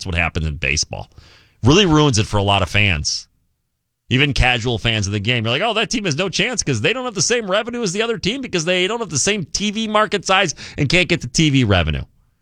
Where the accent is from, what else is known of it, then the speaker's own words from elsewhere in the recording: Chicago, Illinois, United States; I grew up in Chicago, born and raised a Cubs fan of this day.